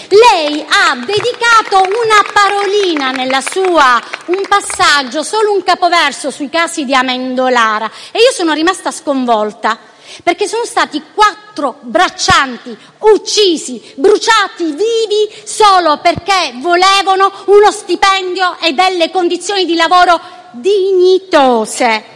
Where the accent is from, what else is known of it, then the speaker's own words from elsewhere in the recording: Sicily, Italy; è a 20 chilometri dalla mia città